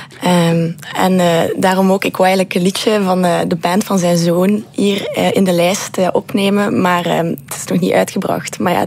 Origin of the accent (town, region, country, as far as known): Ghent, East Flanders, Belgium